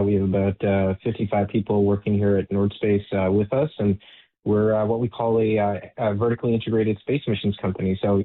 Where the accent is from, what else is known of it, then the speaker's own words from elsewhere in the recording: Toronto, Ontario, Canada; Born and raised in Toronto in the Jane Finch area, humble beginnings